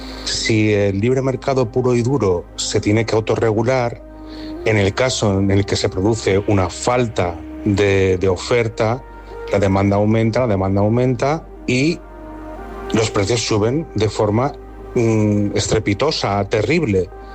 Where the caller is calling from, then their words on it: Palma, Balearic Islands, Spain; de Peregrau.